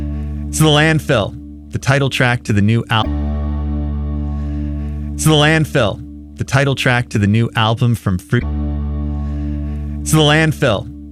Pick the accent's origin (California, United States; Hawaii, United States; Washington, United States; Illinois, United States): Illinois, United States; Chicago; I definitely want to throw in something personal because I grew up in Chicago. I grew up in the Midwest